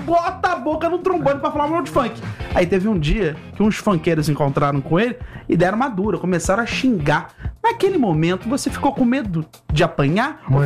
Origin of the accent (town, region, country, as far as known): Rio de Janeiro, Brazil